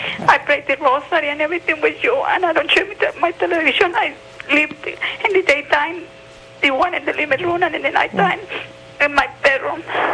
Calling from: Wisconsin, United States; I'm from Wisconsin.

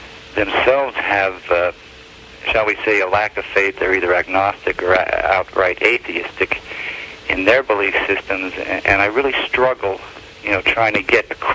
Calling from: Ringtown, Pennsylvania, United States; Pennsylvania, Ringtown, Pennsylvania.

